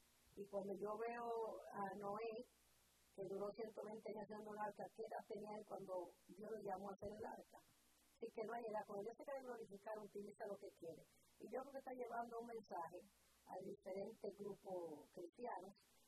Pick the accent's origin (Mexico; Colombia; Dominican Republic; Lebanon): Dominican Republic